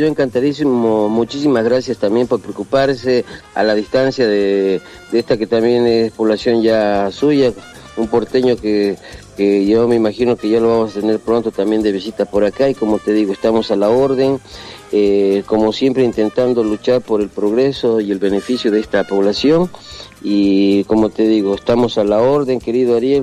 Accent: Bolivia; como bolivianos que somos

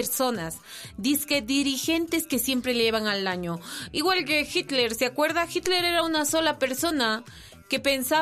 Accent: Bolivia; todos somos hermanos bolivianos. Hemos nacido en una patria tan linda.

